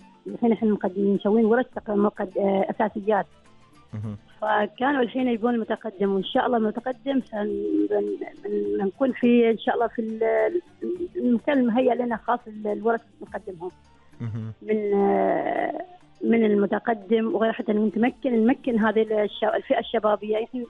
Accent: Oman

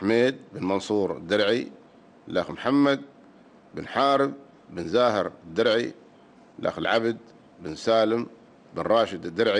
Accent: Muscat, Muscat Governorate, Oman; احنا من مسقط.

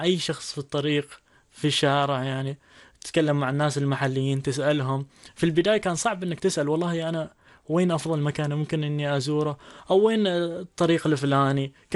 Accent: Oman; إحنا كعمانيين

